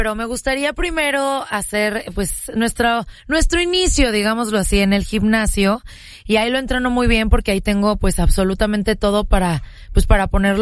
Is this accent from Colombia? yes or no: no; Mexico; moved away as an adult; now in United States; Yo soy mexicana, mucha honra, puro Latino Power. Y como me acabo de mover aquí a Estados Unidos, pues estoy sola y todo.